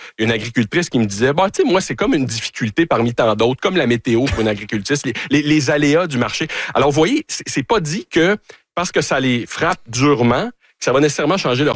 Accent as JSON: {"language": "French", "country": "Canada", "said": "quand on dit qu'on est Canadien, honnêtement, sur le terrain, il y a beaucoup de gardes qui tombent"}